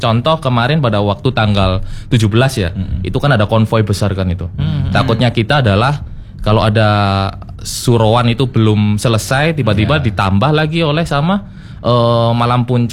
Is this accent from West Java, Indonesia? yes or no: no; Surabaya, East Java, Indonesia; Bahwasanya saya asli Surabaya, Mas. Jadi saya asli Surabaya, kampung dan juga pinggiran kota Surabaya.